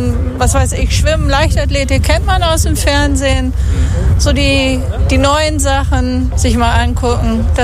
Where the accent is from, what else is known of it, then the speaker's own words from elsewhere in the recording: Minden, North Rhine-Westphalia, Germany; als gebürtige Mindnerin